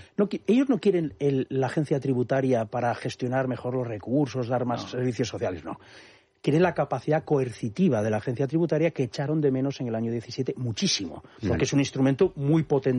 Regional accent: Barcelona, Catalonia, Spain; Barcelona, que es la segunda ciudad más poblada de España, pues pueda dar una imagen distinta, y es mi tierra, a mí me preocupa.

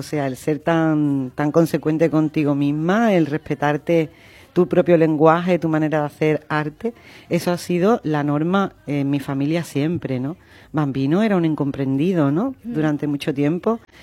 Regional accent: Utrera, Andalusia, Spain; yo vengo de Utrera

